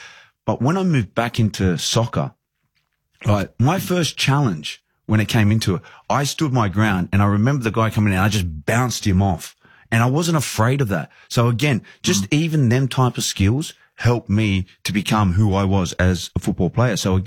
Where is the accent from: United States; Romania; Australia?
Australia; moved away; I knew coming over to Leeds that it wasn't going to be easy. You know, like I'm coming over as an Australian into an English setup